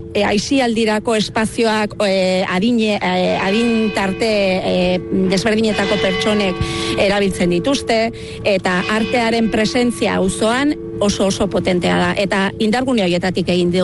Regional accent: San Sebastián, Basque Country, Spain; Grosekoa naiz

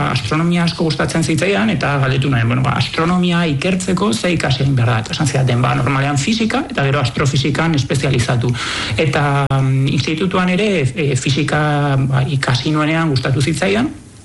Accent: San Sebastián, Basque Country, Spain; Ni Donostiarra naiz.

